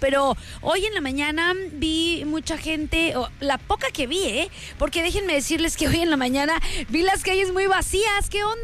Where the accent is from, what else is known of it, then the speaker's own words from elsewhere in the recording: Mexico; Ayer fui a comprar una de último momento, como buena mexicana que soy